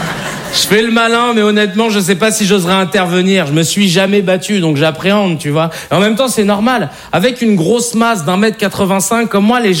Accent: Paris, Île-de-France, France; also born or lived in Arcueil; enchanté. Je me présentais très rapidement. Vous savez, j'ai grandi à Paris dans le 19e, et ensuite j'ai déménagé dans une ville qui s'appelle Arcueil, au sud de Paris.

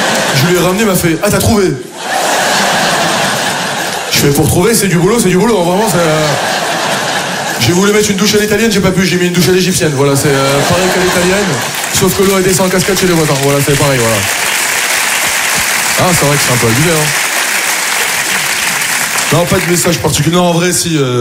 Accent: France; Je sais que je suis un bon arabe aussi

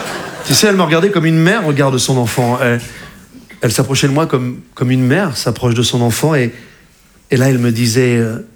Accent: Rouen, Normandy, France; je viens d'une région où on est tous très grands comme ça, tous costauds. Parce que je viens de Rouen, c'est la Normandie, c'est chez moi, voilà.

